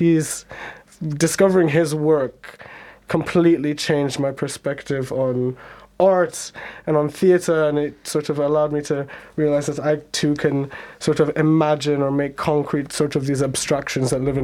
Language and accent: English; Jamaica; so I grew up in Jamaica, and first I want to send thoughts and prayers to everybody on the island because of the Hurricane Melissa that just went through it.